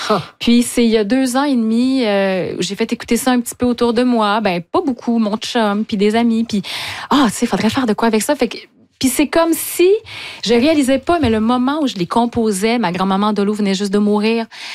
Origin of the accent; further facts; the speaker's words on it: Quebec, Canada; moved away; ce lieu-là d'où je viens, qui est la Gaspésie, que j'ai quitté, mais que j'ai comme requitté une deuxième fois quand la maison familiale a été vendue.